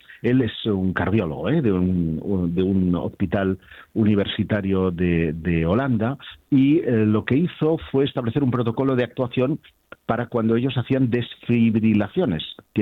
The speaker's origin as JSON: {"language": "Spanish", "town": "Terrassa", "region": "Catalonia", "country": "Spain", "tie": "born there"}